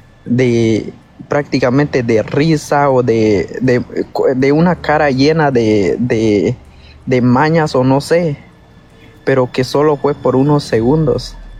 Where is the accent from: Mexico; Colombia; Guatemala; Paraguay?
Guatemala; y ya ve que en mi país, Guatemala, a veces llovía y empezaba los truenos y el relámpago y todo eso.